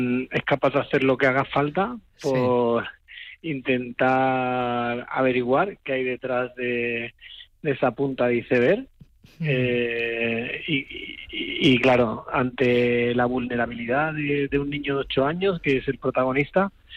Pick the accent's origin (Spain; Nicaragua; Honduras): Spain; Seville, Andalusia; now in Madrid, Spain; Bueno, yo soy sevillano, pero vivo en Madrid.